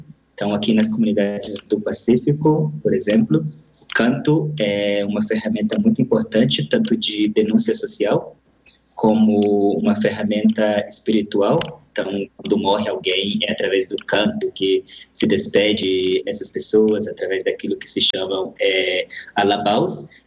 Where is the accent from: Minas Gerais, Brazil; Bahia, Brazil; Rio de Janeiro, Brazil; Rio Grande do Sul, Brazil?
Minas Gerais, Brazil; Minas Novas; moved away as an adult; now in Cali, Colombia; E eu nasci nessa região, na região de Minas Novas, em uma comunidade que se chama Cansanção, sim? E moro agora na cidade de Cali